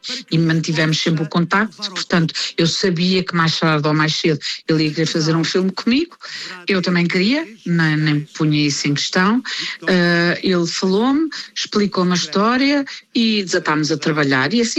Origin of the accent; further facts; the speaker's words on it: Lisbon, Portugal; Eu nasci na Avenida da República, está a ver, não posso ser mais lisboeta